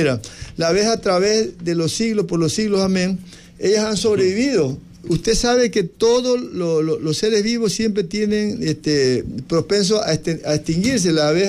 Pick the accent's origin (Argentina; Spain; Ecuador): Ecuador; Aquí en el Ecuador estamos, como decimos vulgarmente, en pañales